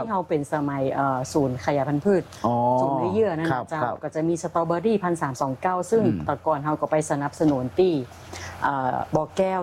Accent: Northern Thailand, Thailand; accent: Kham Mueang (Northern Thai), some Yong; เพราะว่าอี…เป็นยองนะเจ้า

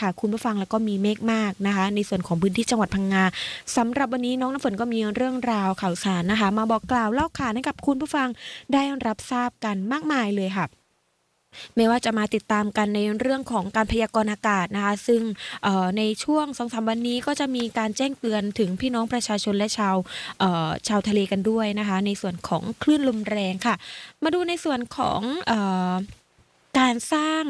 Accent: Southern Thailand, Thailand; ก็ถือเป็นความภาคภูมิใจที่เราพี่น้องชาวคนใต้นะคะที่ต่างภาคภูมิใจในสิ่งที่เราได้รับจากชาวโลกนะคะ

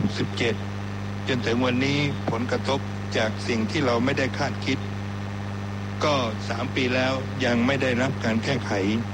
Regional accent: Betong, Yala, Thailand; ไม่ต้องรอเหมือนกรณีตัวอย่างที่เกิดที่อำเภอเบตงของพื้นที่บ้านผม

